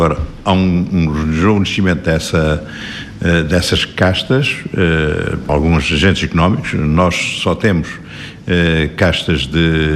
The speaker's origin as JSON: {"language": "Portuguese", "region": "Centro", "country": "Portugal", "said": "Isto só na bairrada, porque temos o mar próximo, o nosso mar é frio e as noites são frias"}